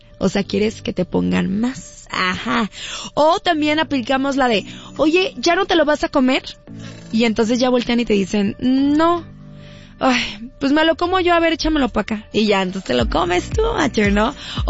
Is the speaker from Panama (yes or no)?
no; Mexico